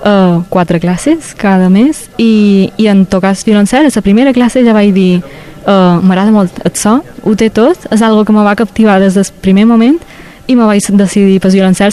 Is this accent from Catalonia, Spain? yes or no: no; Mallorca, Balearic Islands, Spain; Soc de Mallorca.